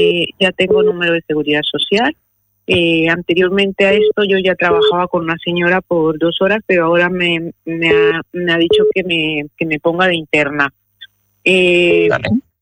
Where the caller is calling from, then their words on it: Madrid, Community of Madrid, Spain; Estoy llamando desde Madrid.